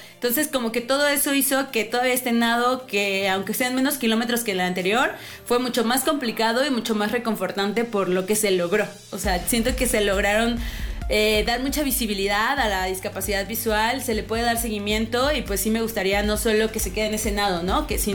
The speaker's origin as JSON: {"language": "Spanish", "town": "Tehuacán", "region": "Puebla", "country": "Mexico", "said": "yo tengo 37 años, soy de aquí de Tehuacán"}